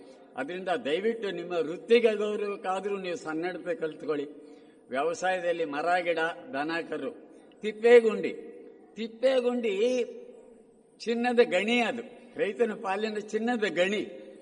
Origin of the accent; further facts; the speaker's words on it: Kolar district, Karnataka, India; ನಮ್ಮ ಕೋಲಾರ ಜಿಲ್ಲೆಗೆ